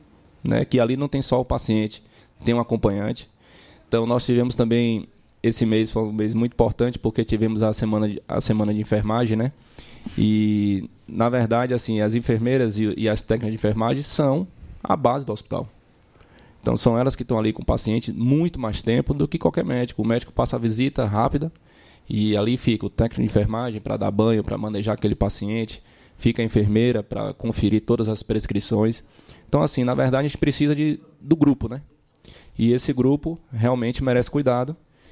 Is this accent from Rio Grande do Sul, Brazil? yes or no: no; Bahia, Brazil; Sou baiano.